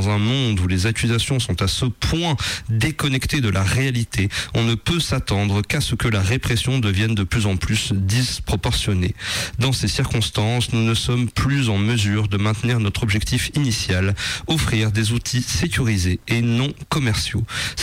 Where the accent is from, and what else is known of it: Italy; accent: Italian; French is a second language